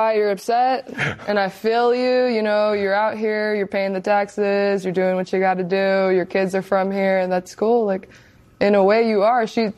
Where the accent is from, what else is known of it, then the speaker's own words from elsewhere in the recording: Flushing, New York, United States; I'm a real New Yorker. I'm from here. I was born in Flushing.